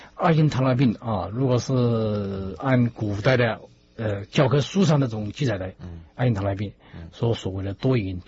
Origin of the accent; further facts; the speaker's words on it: China; 造成了我们中国人这种过高的这种摄入这种热量超出了我们消耗的这种能量的这种水平